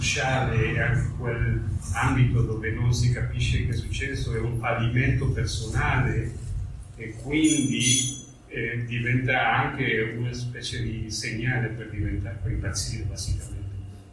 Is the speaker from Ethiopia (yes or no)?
no; Mexico; Italian is a second language; Io vengo dal Messico e lì la realtà, diciamo, nordamericana degli Stati Uniti è molto presente